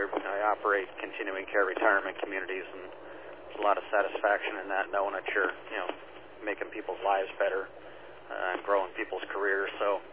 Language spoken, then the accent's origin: English; New York, United States; now in Southern California, United States; I grew up back in the Catskills, and you used to joke everything was like 20 minutes just because it was so rural. You know, the distances weren't long, but it was, you know, backcountry road kind of stuff.